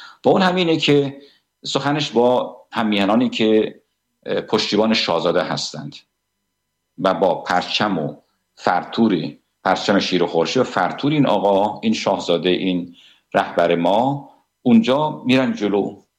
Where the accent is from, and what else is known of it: Iran; now in Sweden